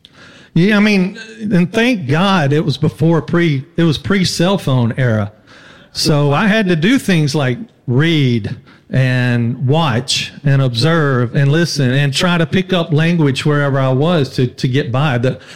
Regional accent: Mississippi, United States; accent: drawl; moved away; also born or lived in France

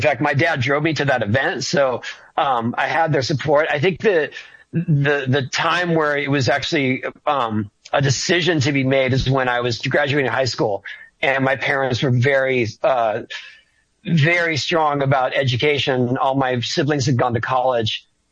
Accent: San Diego, California, United States; And I grew up in San Diego, so I spent a lot of time in Anaheim going to theme parks, going to skate parks.

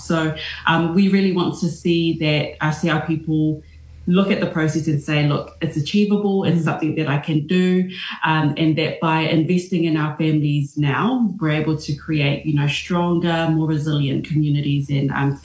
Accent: Samoa; now in Wellington, New Zealand; I hail from Samoa. Villages are Sanaku and Salimoa, and here in Wellington from the Hutt Valley

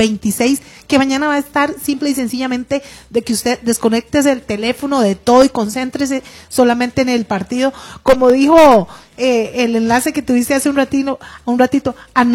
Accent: Costa Rica; los ticos somos muy celosos con eso y tenemos un español muy bien acentuado.

